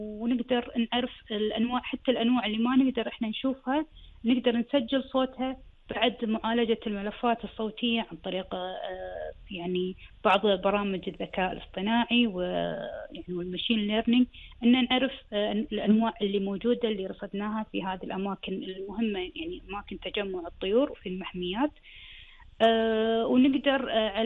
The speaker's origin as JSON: {"language": "Arabic", "country": "Kuwait", "said": "فيتجمعون أول شيء عندنا بالكويت"}